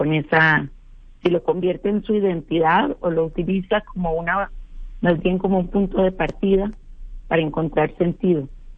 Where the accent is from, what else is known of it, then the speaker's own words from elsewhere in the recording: Costa Rica; moved away as an adult; also born or lived in Washington D.C. / New York / Miami; now in Mexico; Bueno, nací en Costa Rica, de orígenes polacos austriacos. Viví después de hasta los 23 años en Costa Rica, después me fui a estudiar a Washington D.C. y hice consultoría política en Nueva York, después en Miami por un tiempo